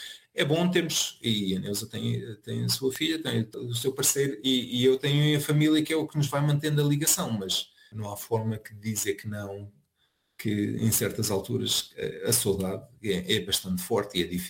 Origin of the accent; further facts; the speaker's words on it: Portugal; moved away; A decisão de ficar longe de Portugal é muito mais complicada, não é? É nós percebermos que saímos de Portugal e vamos para uma aventura e depois ao fim de algum tempo decidimos ficar longe de Portugal.